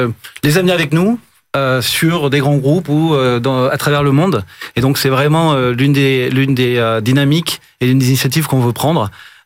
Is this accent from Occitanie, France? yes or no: yes; Toulouse, Occitanie, France; Alors, je suis de Toulouse.